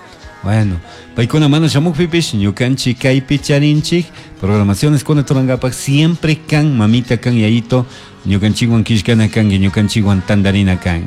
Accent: Colta, Chimborazo, Ecuador; Nosotros somos de Ecuador, de país de Ecuador, de provincia de Chimborazo, de una comunidad San Gisel Alto, parroquia Columbe, Cantón Colta, como dije, provincia de Chimborazo. Somos de gente indígena

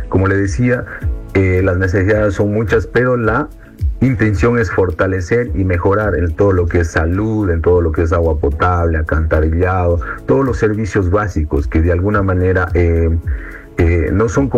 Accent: Ecuador; De hecho, como ciudadanos, como ecuatorianos que tenemos.

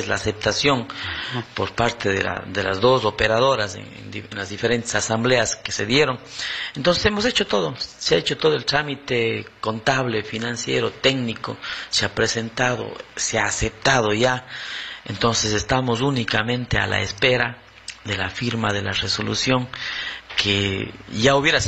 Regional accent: Sucúa, Morona Santiago, Ecuador; porque somos vecinos, somos los de Sucua de aquí

